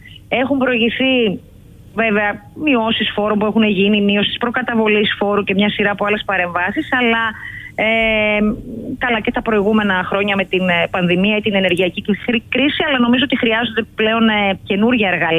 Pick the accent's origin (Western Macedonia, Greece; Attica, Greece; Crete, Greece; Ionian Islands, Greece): Western Macedonia, Greece; Grevena; born or raised there; also born or lived in Thessaloniki